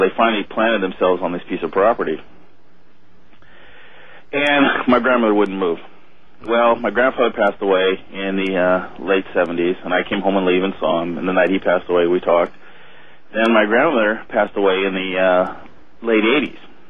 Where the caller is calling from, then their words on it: Sacramento, California, United States; Oh, I'm fine. I'm calling from Sacramento.